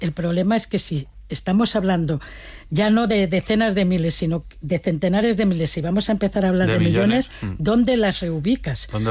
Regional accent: Valencian Community, Spain

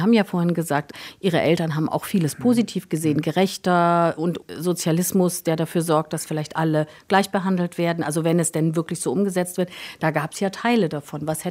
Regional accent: West Germany, Germany; ich komme aus dem Westen, ich kenne die DDR quasi nur aus Erzählungen und aus einem Schülerbesuch.

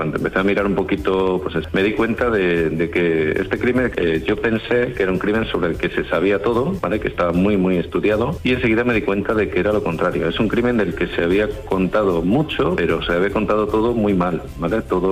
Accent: Extremadura, Spain; Soy extremeño, como decías, de la Sierra de Gata

